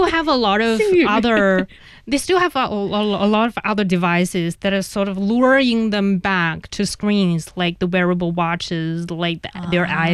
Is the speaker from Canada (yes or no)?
no; Inner Mongolia, China; Yeah, I'm from Inner Mongolia.